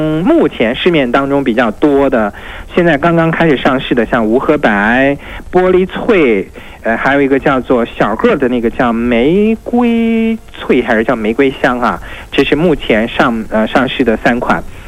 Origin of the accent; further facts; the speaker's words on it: Xinjiang, China; 因为这边堪称不夜城，而且我们新疆人的夜生活11点我才洗脸出门啊